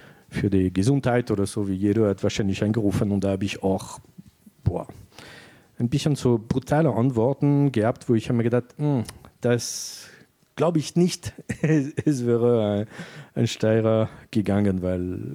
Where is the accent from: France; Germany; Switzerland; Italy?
France; German is a second language; now in Graz, Austria; ich bin Franzose aus Frankreich.